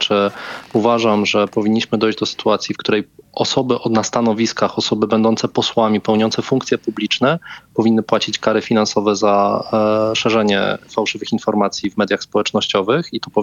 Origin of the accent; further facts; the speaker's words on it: Kraków, Lesser Poland, Poland; Oczywiście ja pochodzę z Krakowa